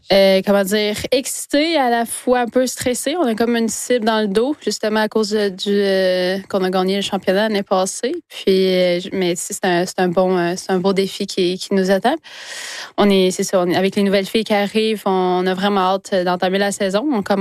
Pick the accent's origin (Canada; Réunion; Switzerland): Canada; Wemotaci, Quebec; Nous, quand j'ai grandi à Wimantashi, justement, où on avait mon père il faisait... une glace de rare chez nous, dans notre cour arrière.